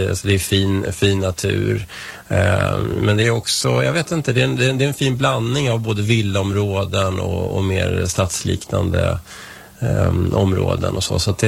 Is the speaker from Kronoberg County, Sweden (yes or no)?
no; Vällingby, Stockholm County, Sweden; also born or lived in Strängnäs; now in Nacka, Sweden; Jag kommer ju inte härifrån. Jag kom från Vällingby från början och sen har jag bott i stan och jag har bott i Strängnäs då, som sagt.